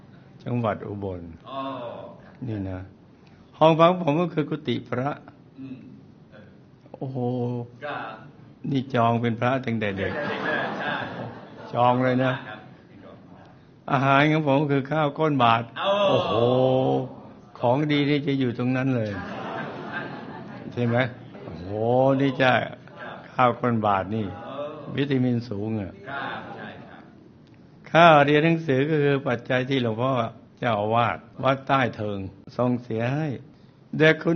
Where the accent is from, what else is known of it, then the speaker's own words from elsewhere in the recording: Ubon Ratchathani, Thailand; ะแล้วพ่อครับผมจะเป็นคนอุบลราชธานีชีวิตในวัยเด็กของผมเรียกว่าลำบากแสนเข็ญจนพ่อจนแม่ผมมีอาชีพทำนาท่านได้ส่งผมเรียนจนจบชั้นม.3ครับ